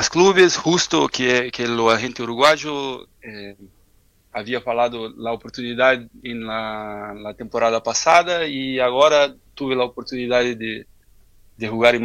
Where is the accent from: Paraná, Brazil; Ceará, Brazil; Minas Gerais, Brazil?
Paraná, Brazil; Curitiba; Spanish is a second language; moved away as an adult; Y yo nací en Curitiba aquí